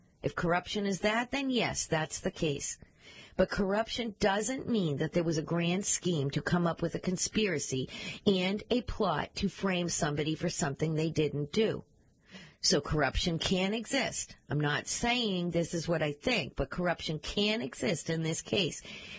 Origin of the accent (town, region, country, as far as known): Brockton, Massachusetts, United States; born or raised there